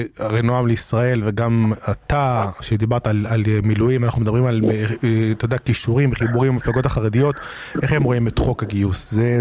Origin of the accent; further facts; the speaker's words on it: Netivot, Southern District, Israel; אני מנתיבות